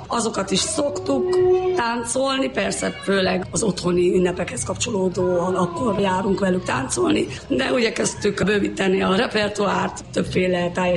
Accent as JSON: {"language": "Hungarian", "town": "Odorheiu Secuiesc", "region": "Harghita", "country": "Romania", "tie": "born or raised there", "moved": "as an adult", "lives_now": "Racoș (Alsórákos), Romania", "said": "Édesapám keresztülmenői Szent Ábrahámi származása, édesanyám alsórákosi. Én Székelyudvarhelyen nevelkedtem, és miután elvégeztem az egyetemet, költöztem alsórákosra a nagyszüleimhez, és ott maradtam."}